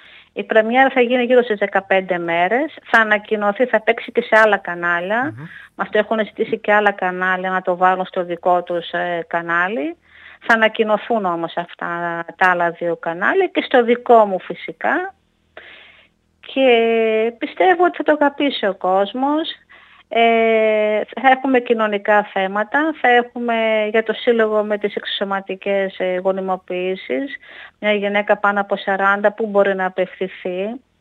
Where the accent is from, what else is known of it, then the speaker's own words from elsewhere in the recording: Kilkis, Central Macedonia, Greece; είμαι και πόντι από την περιά του μπαμπά, είμαι από το Κιλκής, ο μπαμπάς μου ήταν από το Κιλκής.